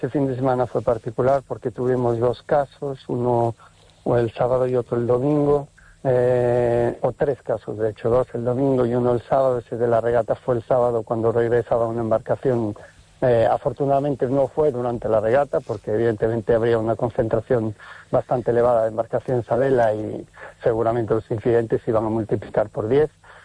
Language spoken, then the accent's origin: Spanish; Galicia, Spain; Yo soy gallego y tomé la decisión de mudarlo para conocer también mejor la biodiversidad en nuestras aguas